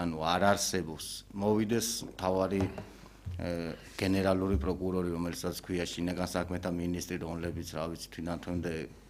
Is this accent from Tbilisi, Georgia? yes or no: no; Imereti, Georgia; ზემოიმერლები ის ხალხი ვართ, რომელსაც ჩვენი კუთხეები გვიყვარს